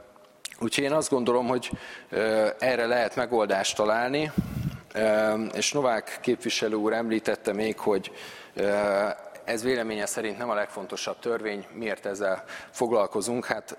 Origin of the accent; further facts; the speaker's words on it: Eger, Heves, Hungary; Én egri vagyok